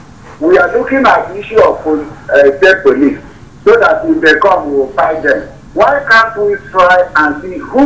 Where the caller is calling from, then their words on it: Nigeria; I'm calling from Unity Junction.